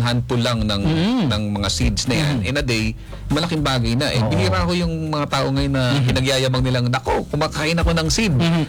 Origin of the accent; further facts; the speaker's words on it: Bicol Region, Philippines; sa amin sa Bicol